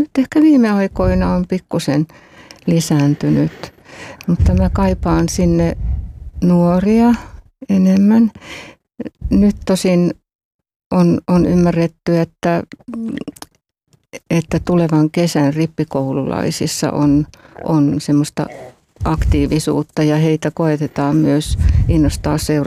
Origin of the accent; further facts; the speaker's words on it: Joensuu, North Karelia, Finland; born there; also born or lived in Eno; Pohjois-Karjalassa isän suku Outokummusta, äidin Liperistä. Mä itse synnyin Enossa. No niin. Isäni toimi luotsina siellä Ahvenisella. Joo. Ja mä olin vajaa 6-vuotias, kun muutettiin sitten Joensuuhun.